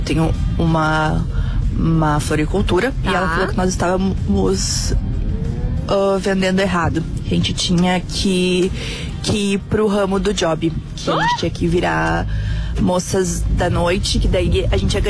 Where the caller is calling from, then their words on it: Santa Cruz do Sul, Rio Grande do Sul, Brazil; eu sou de Santa Cruz do Sul.